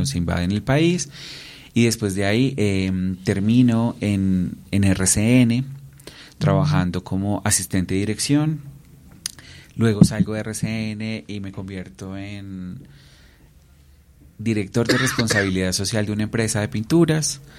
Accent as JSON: {"language": "Spanish", "region": "Huila", "country": "Colombia", "moved": "as an adult", "lives_now": "Bogotá, Colombia", "said": "yo soy un joven campesino realmente muy inquieto. Yo soy del departamento del Huila y llevo más o menos alrededor de 22 años. Este año cumplo acá en Bogotá."}